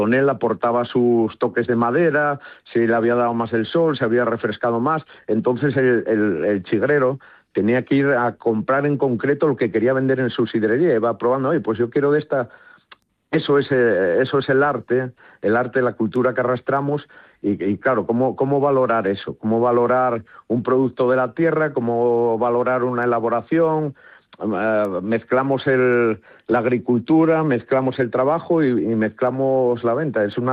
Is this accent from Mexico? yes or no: no; Asturias, Spain; Bueno, la sidra es algo, que lo digamos nosotros como asturianos, pero es algo único.